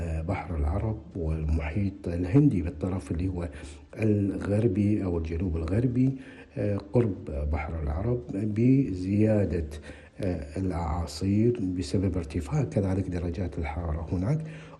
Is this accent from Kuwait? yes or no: yes; Kuwait; تأثرت المنطقة عندنا في الكويت والمناطق المجاورة